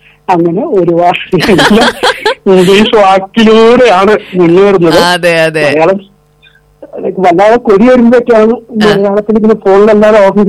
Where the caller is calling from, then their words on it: Gurugram, Haryana, India; ഡൽഹിയോട് ചേർന്ന് ഗുരുഗ്രാം.